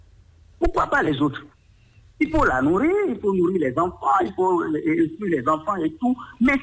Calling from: Benin; J'appelle de Rayé.

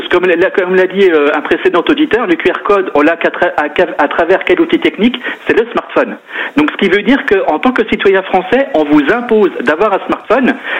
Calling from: France; vous comme moi, on est français, on est chez nous

